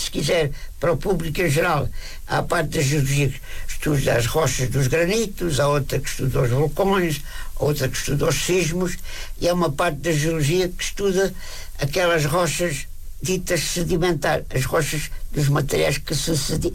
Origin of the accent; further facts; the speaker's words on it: Évora, Alentejo, Portugal; moved away as an adult; eu venho de Évora, uma cidade de províncias. Estou na capital sozinho